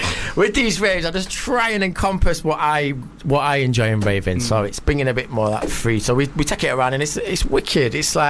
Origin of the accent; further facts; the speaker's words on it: Sheffield, Yorkshire and the Humber, United Kingdom; from Sheffield. I'm from Sheffield, so he's always been my favourite MC.